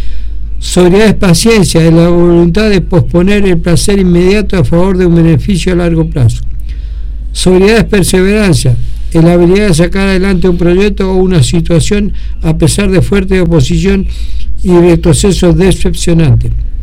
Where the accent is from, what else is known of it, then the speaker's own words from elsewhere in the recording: Argentina; ojalá que como buen argentino que tengamos éxito nuevamente